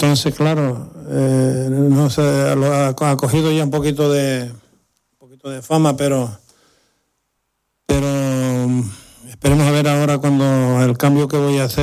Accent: Canary Islands, Spain; born there; now in Bajamar, Spain; la parranda de mi pueblo donde yo nací, el Batán.

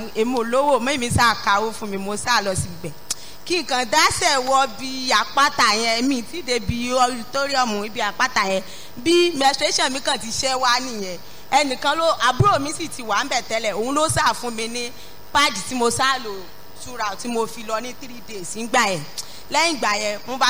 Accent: Ilorin, Kwara, Nigeria; Mo wá láti ìlú Ìlọrin.

